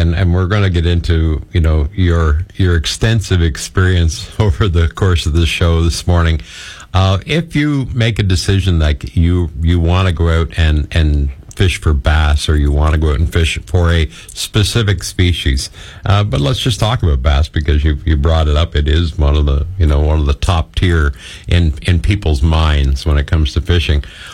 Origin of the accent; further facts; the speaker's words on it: Gananoque, Ontario, Canada; I grew up in Gananoque, Ontario, and of course along the St. Lawrence